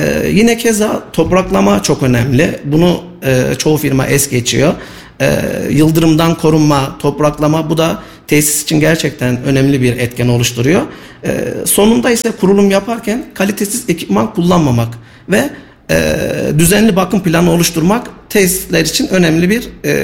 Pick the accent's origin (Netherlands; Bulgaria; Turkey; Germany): Turkey; Kayseri; bizim kendi memleketimiz Kayseri ve İç Anadolu bölgesi